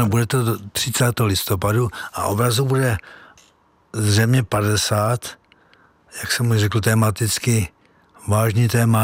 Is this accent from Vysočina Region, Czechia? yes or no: no; Moravský Žižkov, South Moravian Region, Czechia; moved away; Já pocházím také ze Slovácka, z Moravského Žižkova, z Vinařské obce